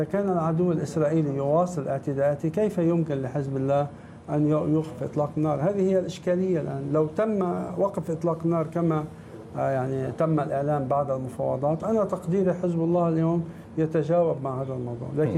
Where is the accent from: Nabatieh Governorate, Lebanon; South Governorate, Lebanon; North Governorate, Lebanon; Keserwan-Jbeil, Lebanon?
South Governorate, Lebanon; Deir Qanoun En Nahr; بلدتي دير قانون النهر